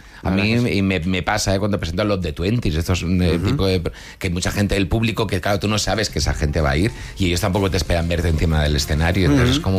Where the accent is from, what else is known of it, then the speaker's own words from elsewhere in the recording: Barcelona, Catalonia, Spain; moved away as an adult; now in Madrid, Spain; yo soy de Barcelona, me vine sí, a Madrid con 18 años.